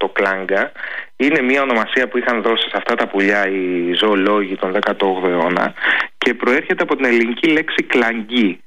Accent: Greece

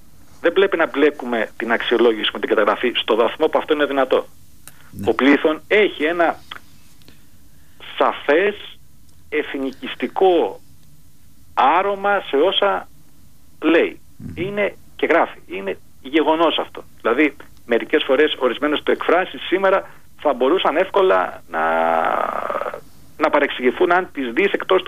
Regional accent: Greece; για εμάς τους Έλληνες

